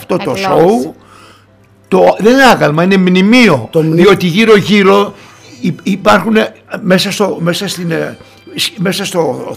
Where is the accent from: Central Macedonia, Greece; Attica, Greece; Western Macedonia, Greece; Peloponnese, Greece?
Central Macedonia, Greece; Thessaloniki; Σαν Θεσσαλονικιός και ο Μακεδόνας